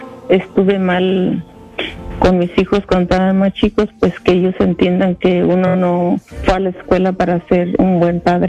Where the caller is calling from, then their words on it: Nipomo, California, United States; Yo hablo de aquí, de Nipomo, cerca de Santa María